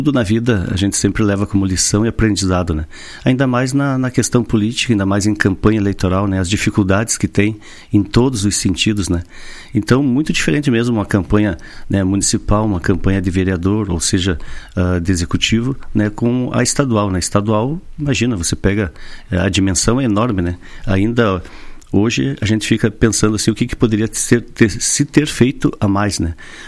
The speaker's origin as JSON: {"language": "Portuguese", "town": "Vacaria", "region": "Rio Grande do Sul", "country": "Brazil", "said": "Vacaria, minha terra que eu amo"}